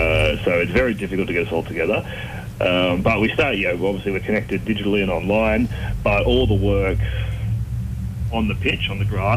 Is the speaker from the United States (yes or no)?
no; New South Wales, Australia; But I grew up on a farm called Integrity Farms.